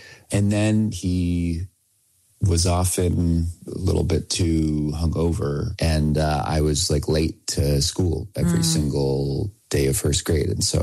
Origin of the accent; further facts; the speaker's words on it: Oakland, California, United States; also born or lived in Minnesota; Well, I was born in Minnesota, but we moved to the Bay Area when I was about 3 years old. And so I really sort of formed a consciousness around my father in Oakland, California.